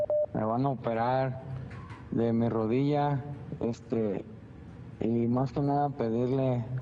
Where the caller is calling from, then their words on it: Zamora, Michoacán, Mexico; hablo de Zamora, Michoacán.